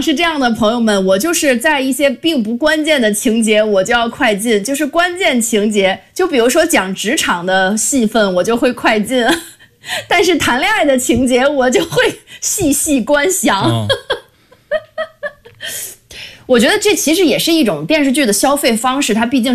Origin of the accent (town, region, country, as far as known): China